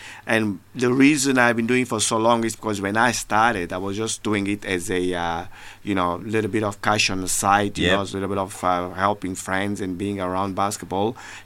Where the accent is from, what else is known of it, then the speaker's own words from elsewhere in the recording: Angola; moved away; Growing up in Angola, the most played sport is soccer.